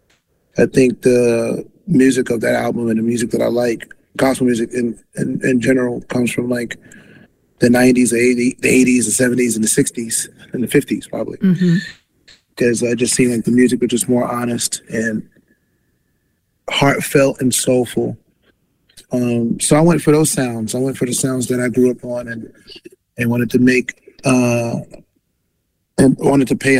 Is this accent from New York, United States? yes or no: yes; New York, United States; Growing up in New York